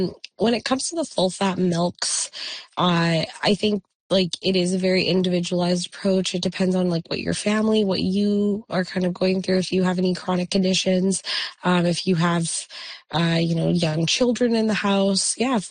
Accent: India; Not just in India, but I'll say India just because I'm Indian

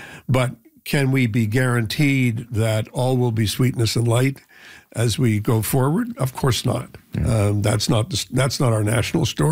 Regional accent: Canada

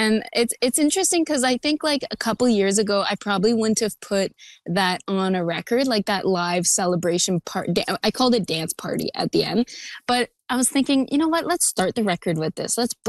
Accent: Manitoulin Island, Ontario, Canada; like my roots from Northern Ontario. And when I wrote this song, you know, I was definitely thinking of my hometown, my family, Manitoulin Island, you know, the beautiful landscape that we get to live on and my childhood.

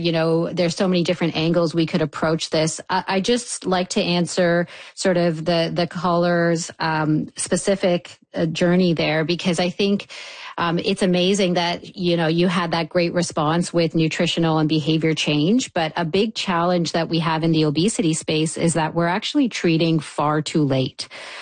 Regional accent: Canada

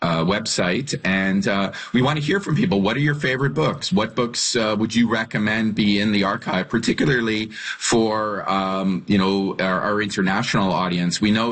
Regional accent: Alberta, Canada; And when I was growing up in Alberta as a gay child, there was no representation.

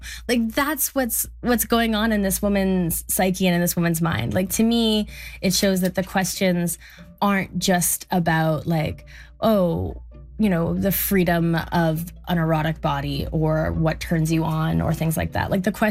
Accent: Alberta, Canada; I'm from Alberta, by the way.

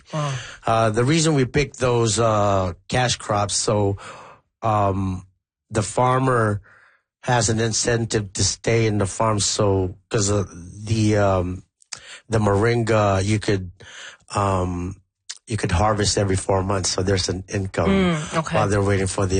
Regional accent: Philippines; born or raised there; English is a second language

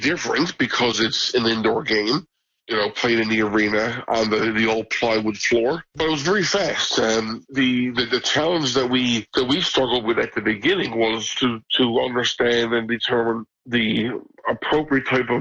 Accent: St. John's, Newfoundland and Labrador, Canada; I'm from St. John's. Born and raised St. John's, Newfoundland.

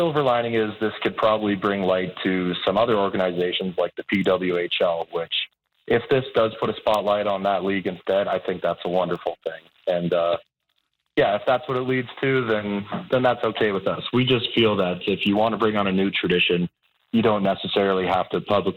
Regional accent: Canada

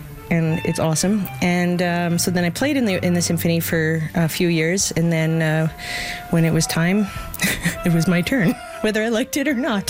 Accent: Crowsnest Pass, Alberta, Canada; I grew up in the Crow's Nest Pass and played in the orchestra here from about grade 7 till grade 9.

